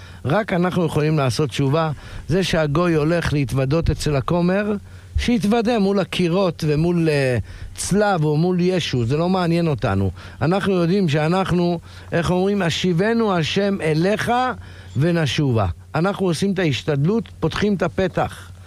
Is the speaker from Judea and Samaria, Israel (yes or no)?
no; Bnei Brak, Tel Aviv District, Israel; אנחנו גדלנו בבני ברק, בתוך החממה בני ברקית